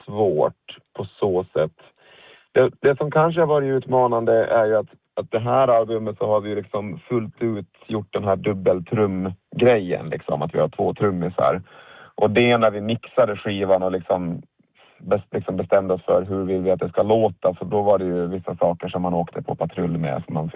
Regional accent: Åland, Åland Islands; hemma på Åland

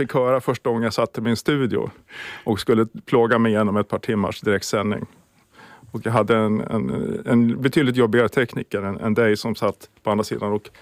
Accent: Sala, Västmanland County, Sweden; moved away as an adult; also born or lived in Västerås / Stockholm / Åland; Jag är född och uppvuxen i Sala. Sen har jag bott i Västerås. Och sen är jag sommarålänning har jag varit då. Så att, men nu har jag flyttat tillbaka till Sala

